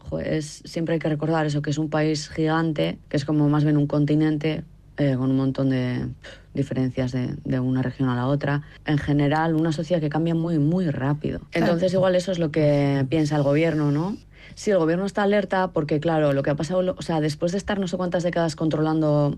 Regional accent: San Sebastián, Basque Country, Spain; now in Beijing, China; en mi ciudad natal, en Donosti

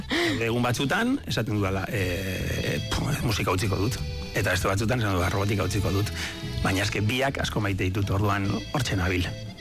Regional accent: Urdiain, Navarre, Spain; also born or lived in Pamplona; Aileratzen zara Urdian jera, eta, bueno, pues, hau da nere herria, hau da nere lagunak, hau da nere familia

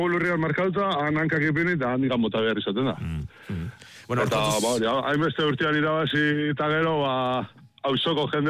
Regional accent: Mendaro, Basque Country, Spain; Bueno, bai, ni Mendarokoa naiz, baina nire ama zan auzo hortakoa.

